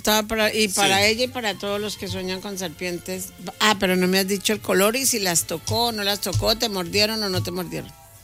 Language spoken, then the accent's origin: Spanish; Colombia; born there; moved away; yo soy colombiana, nací en Colombia y soy colombiana